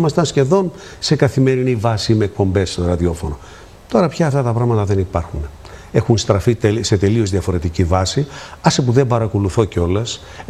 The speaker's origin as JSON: {"language": "Greek", "town": "Drama", "region": "Eastern Macedonia and Thrace", "country": "Greece", "tie": "born or raised there", "moved": "yes", "said": "όταν ήμουνα στην πατρίδα μου τη Δράμα"}